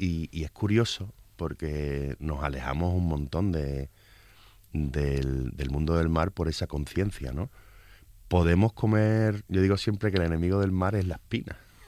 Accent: Cádiz, Andalusia, Spain; Pues tuvimos la suerte hace muchos años de, como gaditano, disfrazarla de cosas, en este caso de embutidos marinos.

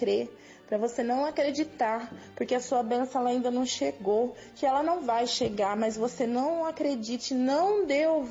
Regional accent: São João da Boa Vista, São Paulo, Brazil; Sou daqui de São João da Boa Vista.

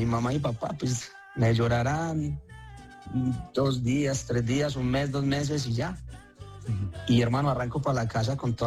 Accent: San Carlos, Colombia; mamá me manda a presentarme en el Festival de la Canción allá en San Carlos, en mi tierra natal

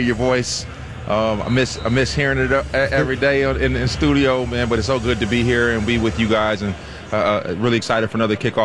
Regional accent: Minnesota, United States; Well, I'm from Minnesota, so it's not like growing up in Houston or Dallas or Miami

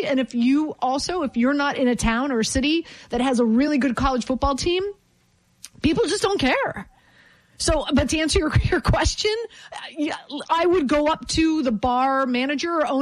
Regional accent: Miami, Florida, United States; I grew up in Miami. My dad played for the University of Miami.

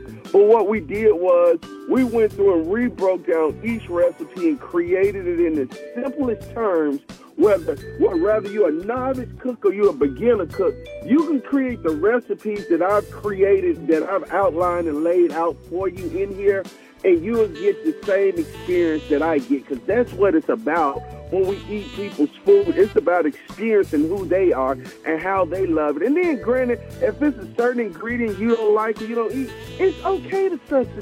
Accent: Mississippi, United States; born or raised there

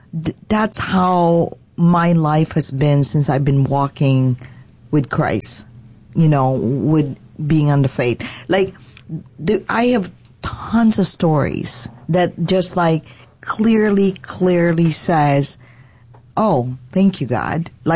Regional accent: Philippines; tell her I'm Filipino

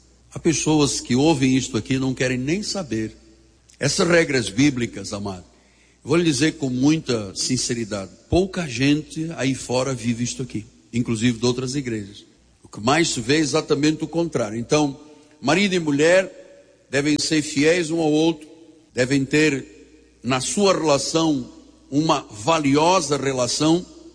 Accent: Portugal; moved away; os patrícios da minha terra dizem, quando você acerta o casamento, dizem lá em Portugal

